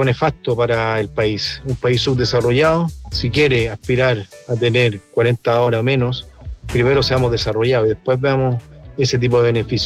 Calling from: Arica, Arica y Parinacota, Chile; de Arica.

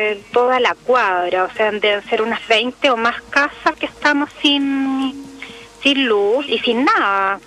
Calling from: Valdivia, Los Ríos, Chile; Yo soy vecina del sector de Bulnes.

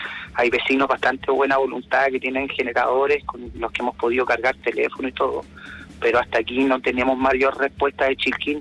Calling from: Limache, Valparaíso, Chile; Te hablo de Limache Viejo, de las casas que están, las poblaciones que están en la entrada de Limache viniendo desde Villa Alemana hacia el interior.

